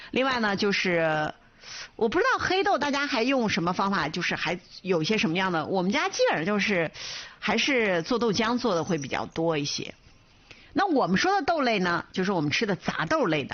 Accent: China; 还包括我们中国人特别喜欢的蜂蜜

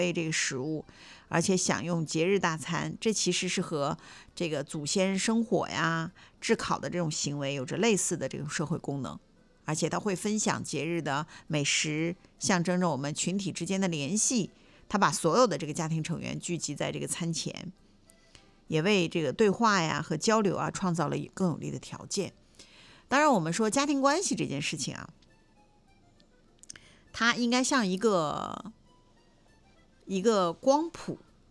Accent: China; 我们中国人

